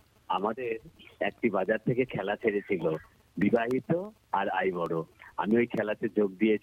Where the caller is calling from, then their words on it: Tribeni, West Bengal, India; দিদি, ত্রিবেণী থেকে